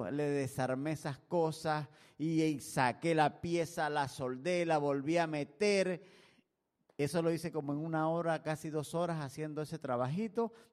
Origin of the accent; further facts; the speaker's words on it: Venezuela; moved away as an adult; also born or lived in Puerto Armuelles, Panama; ahora aquí estamos comiendo como buenos venezolanos arepa todos los días.